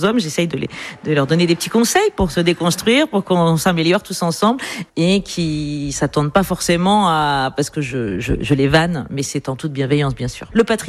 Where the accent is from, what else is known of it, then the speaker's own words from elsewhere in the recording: Auvergne-Rhône-Alpes, France; moved away as an adult; now in Grenoble, France; Le Diwa, c'est dans la Drôme, c'est une sorte de camp de réfugiés pour hippies. Voilà, où les gens sont en sarouel, l'ambiance est très détendue. Moi, j'ai vécu donc 18 ans là-bas